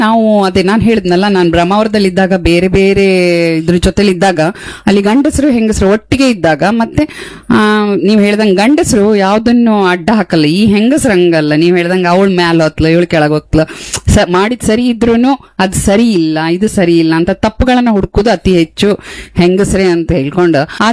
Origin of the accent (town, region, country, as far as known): Raichur, Karnataka, India; born or raised there; now in Kota, India